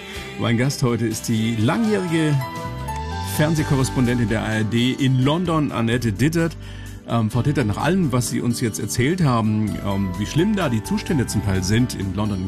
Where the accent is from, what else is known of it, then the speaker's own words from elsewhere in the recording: Weiden, Bavaria, Germany; Meine Lieblingsstädte, also in Deutschland ist es Regensburg und Hamburg. Und meine Heimatstadt Weiden natürlich.